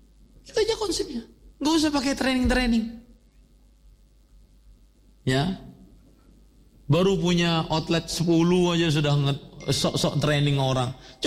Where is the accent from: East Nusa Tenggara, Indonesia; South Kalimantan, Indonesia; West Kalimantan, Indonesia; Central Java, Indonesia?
South Kalimantan, Indonesia; Banjarmasin; terutama di kota saya di Banjarmasin, kebab, usaha kebab gitu ya.